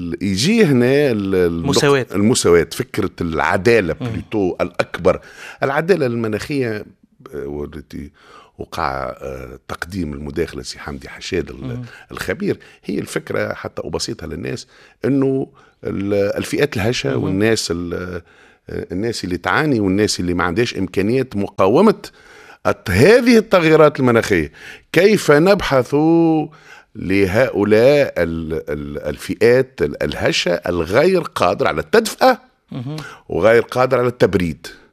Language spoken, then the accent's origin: Arabic; El Kef, Kef Governorate, Tunisia; born there; هذيك احنا هذيك بلادنا وهذيك حومتنا وهذاك موطأ معناها القدم وهذاك مسقط الرأس وهذيك الدنيا متاعنا، مهما مشينا ومهما تغربنا هذيك بلادنا ونرجع لها ونبقوا فيها